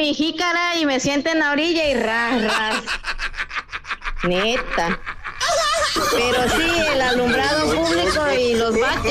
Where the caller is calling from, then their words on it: Acapulco, Guerrero, Mexico; Soy de Acapulco